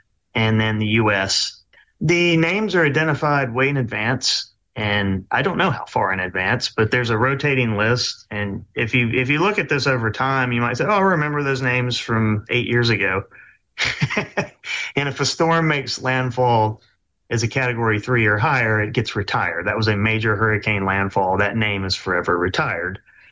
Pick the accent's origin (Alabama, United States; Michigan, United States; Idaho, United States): Alabama, United States; Baldwin County; I grew up in Baldwin County